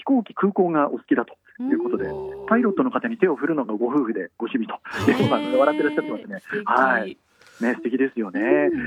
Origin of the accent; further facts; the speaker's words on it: Ube, Yamaguchi, Japan; moved away; 私ふるさと山口県でございまして、うん、ふるさとの宇部市のお隣山口市にございます道の駅キララアジスというところにやってまいりました